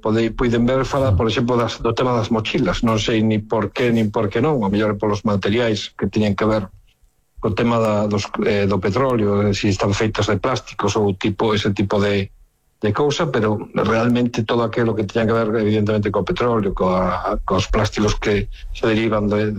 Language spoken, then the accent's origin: Galician; Lugo, Galicia, Spain